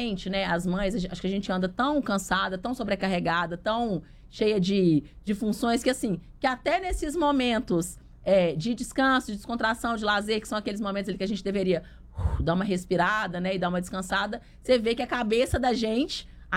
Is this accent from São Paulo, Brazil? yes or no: no; Itabira, Minas Gerais, Brazil; moved away; Eu sou do interior, né? Eu nasci, fui criada em Itabira. É a minha cidade natal.